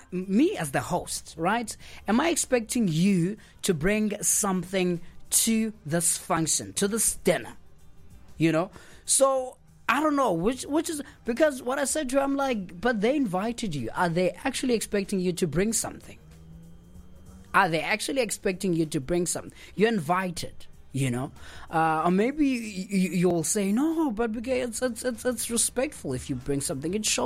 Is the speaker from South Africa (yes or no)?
yes; South Africa; We're South African.